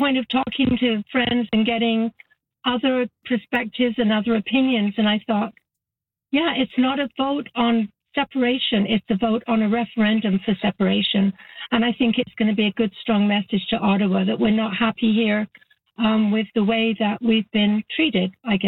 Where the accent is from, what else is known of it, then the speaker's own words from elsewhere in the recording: England, United Kingdom; moved away; I live on my own. I'm an immigrant from England. We came here in the late 70s.